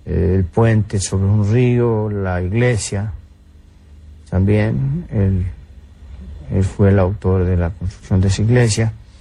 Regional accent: Apulco, Jalisco, Mexico; born there; Efectivamente, no nacimos en Apulco. Lo que pasa es que es un pueblo perteneciente a San Gabriel.

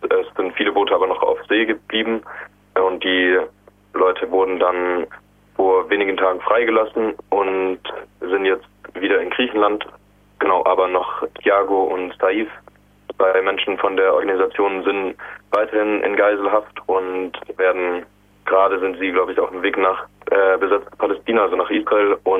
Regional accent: Germany; dass ich bin in Deutschland aufgewachsen oder mit der Erziehung aufgewachsen

